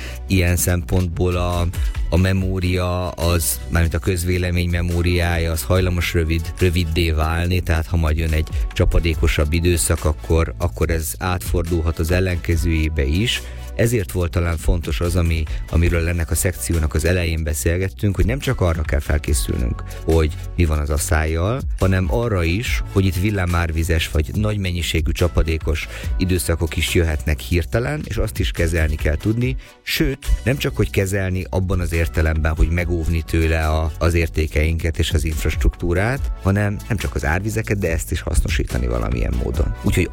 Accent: Szeged, Csongrád-Csanád, Hungary

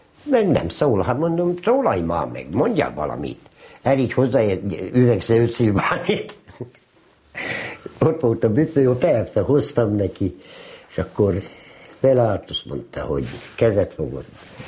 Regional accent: Ózd, Borsod-Abaúj-Zemplén, Hungary; born there

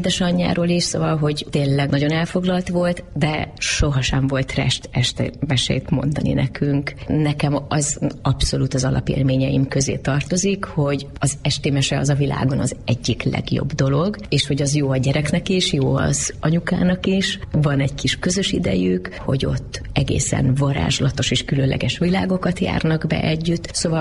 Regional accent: Gödöllő, Pest, Hungary; Gödöllőn nőttem fel, az egy nagyon ritka alkalom volt, amikor amúgy ilyen közel lakván is Budapesthez egy iskolás gyerek, vagy akár egy óvodás korú gyerek eljuthatott színházba.

